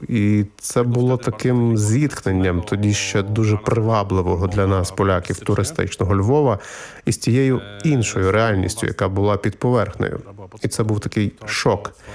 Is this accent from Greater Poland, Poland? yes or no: yes; Poznań, Greater Poland, Poland; моя знайома з Познані, а я сам із Познані, запитала мене